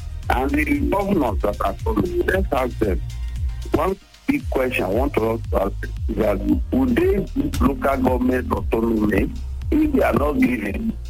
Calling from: Ibadan, Oyo, Nigeria; from Challenge.

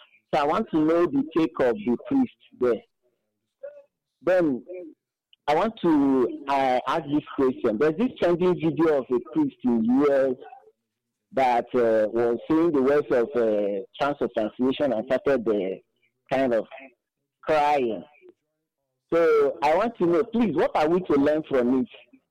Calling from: Nigeria; I'm calling from Abaka.

